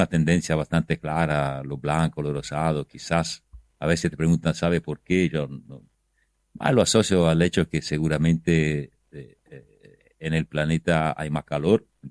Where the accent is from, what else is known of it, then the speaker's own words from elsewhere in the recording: Tuscany, Italy; now in Argentina; También en Toscana, de donde yo vengo